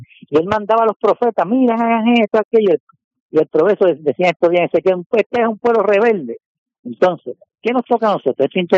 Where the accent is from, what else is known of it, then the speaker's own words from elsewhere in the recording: San Juan, Puerto Rico; Yo soy de San Juan y venía de un hermano mío, diácono, al lado mío era de uno de Humacao y había otro diácono que era de Arecibo.